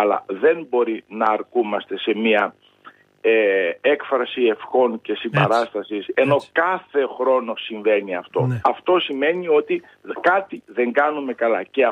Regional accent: Drama, Eastern Macedonia and Thrace, Greece; Κοιτάξτε, εγώ είμαι από τη Δράμα

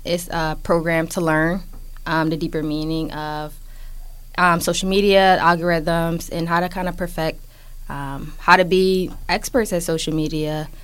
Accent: Philadelphia, Pennsylvania, United States; now in Pittsburgh, United States; I am from Philly, but I currently live in Pittsburgh. I am 24 years old.

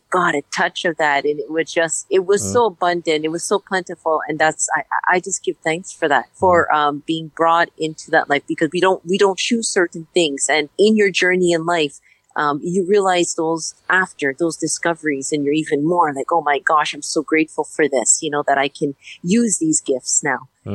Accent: Toronto, Ontario, Canada; I was brought up in Toronto, and most of the childhood life was there, born and raised there. And in a musical family

